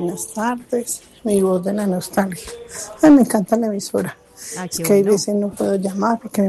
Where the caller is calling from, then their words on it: Itagüí, Antioquia, Colombia; de Itagüí.